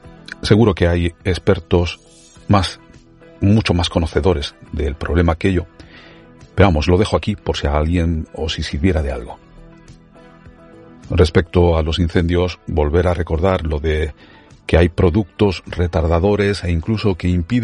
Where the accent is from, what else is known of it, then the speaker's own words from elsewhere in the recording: Málaga, Andalusia, Spain; yo soy de Málaga. Málaga es una zona, la ciudad de Málaga, una zona muy tensionada desde ese punto de vista de la vivienda.